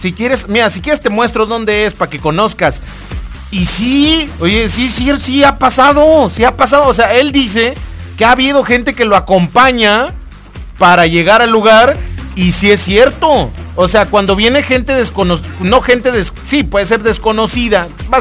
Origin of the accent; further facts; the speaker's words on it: Matamoros, Chiapas, Mexico; now in Tuxtla Gutiérrez, Mexico; Por ejemplo, yo no soy de la capital. Yo soy de Matamoros, o sea, yo vengo de mi pueblo que se llama Matamoros, municipio de Venustiano Carranza, y yo soy de allá, pero que radique acá es otra cosa, que viva acá en Tuxtla es otra cosa